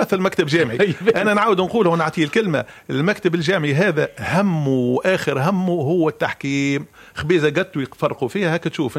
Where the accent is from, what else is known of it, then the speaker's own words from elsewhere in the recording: Tunisia; احنا في تونس كذلك نشتكي يعني من تعيينات